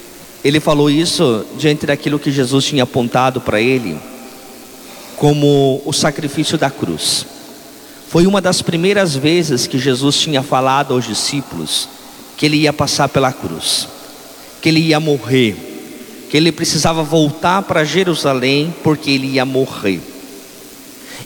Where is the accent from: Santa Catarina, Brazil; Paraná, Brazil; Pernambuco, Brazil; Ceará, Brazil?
Santa Catarina, Brazil; Eu venho de longe, venho de Santa Catarina, primeira vez que estou visitando essa cidade e também essa igreja aqui.